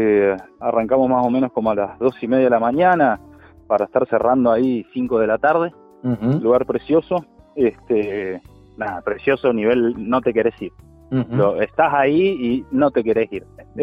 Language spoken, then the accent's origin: Spanish; Mendoza, Argentina; Siempre se habla de bodega, de turismo, de pum, de pam, y como mendocino te digo, yo no salgo a comer a bodega.